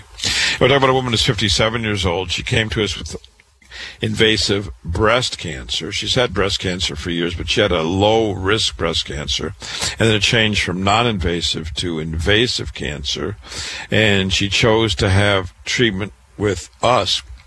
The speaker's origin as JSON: {"language": "English", "town": "Waterloo", "region": "Iowa", "country": "United States", "tie": "born or raised there", "said": "I was born in Waterloo, Iowa. I went to public school there, university, medical school"}